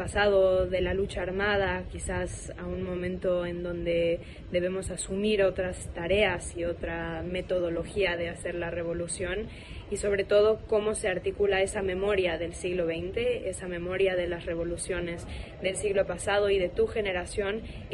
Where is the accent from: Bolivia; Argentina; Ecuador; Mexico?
Mexico; Yo te hablo como mexicana y como admiradora de tu trabajo.